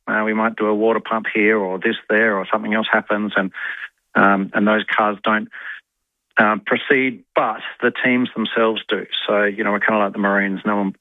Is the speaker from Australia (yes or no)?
yes; Adelaide, South Australia, Australia; We're going from Edwards Park, and I'm from Adelaide, and if somebody said Edwards Park to me, I wouldn't know what they're talking about.